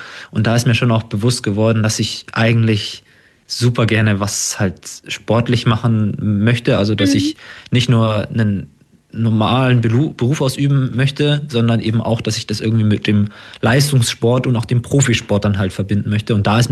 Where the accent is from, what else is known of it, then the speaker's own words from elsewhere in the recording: Kolmberg, Bavaria, Germany; Laufkarriere hat bei meinem Heimatverein in Lottershausen begonnen. Es ist ein ganz kleiner Verein in meiner Heimat. Also ich komme aus Kolmberg und der Verein daneben, der TVL Lottershausen, der hat mich 2011 aufgenommen